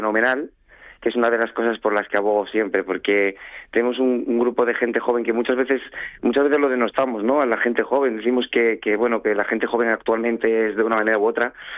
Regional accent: Avilés, Asturias, Spain; Yo Avilés, porque uh-huh. yo soy avilesino 100%, es mi tierra, y siempre estoy muy orgulloso de a cualquier lado al que voy, pues ir con Avilés por bandera

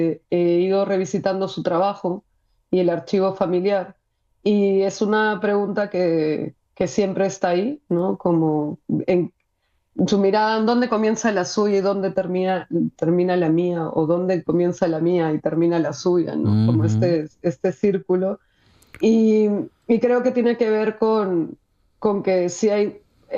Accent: Peru; moved away as an adult; also born or lived in Spain; now in Madrid, Spain; yo nací en España, pero fui criada en Perú

